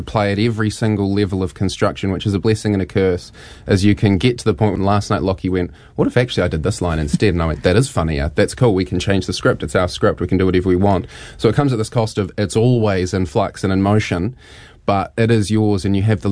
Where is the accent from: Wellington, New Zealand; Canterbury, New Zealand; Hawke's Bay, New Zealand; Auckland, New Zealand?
Canterbury, New Zealand; Christchurch; moved away; I grew up in Christchurch as well